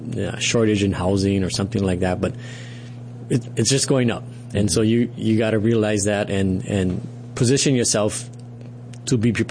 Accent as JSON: {"language": "English", "town": "Hilo", "region": "Hawaii", "country": "United States", "tie": "born or raised there", "said": "Well, I grew up in Hilo on the Big Island, and graduated from the University of Hawaii with a finance degree in 2002."}